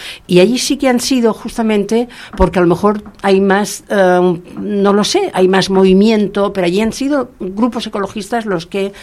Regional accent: Barcelona, Catalonia, Spain; soy de Barcelona, de Cataluña, y conozco bien la zona esa específicamente

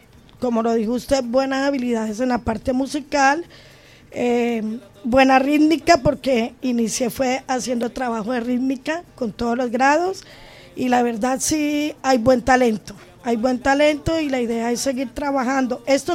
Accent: Rivera, Huila, Colombia; moved away as an adult; also born or lived in Neiva; now in Tarqui, Colombia; que yo soy, pues digo que netamente de Rivera, pero soy nacida en Neiva, pero criada en el municipio de Rivera.

